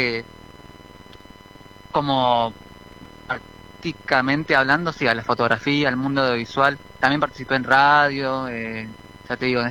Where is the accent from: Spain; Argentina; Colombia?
Argentina; Buenos Aires; yo que me crié acá en Buenos Aires